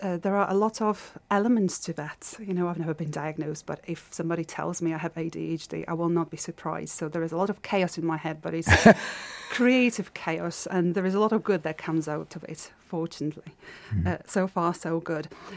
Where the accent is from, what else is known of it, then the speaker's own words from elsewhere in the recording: Poland; English is a second language; now in Stourbridge, United Kingdom; From Poland. But for long enough, yes. I've adopted my boyfriend's family as my own and the Black Country, and specifically Wollaston in Stourbridge, very much as my own home and community.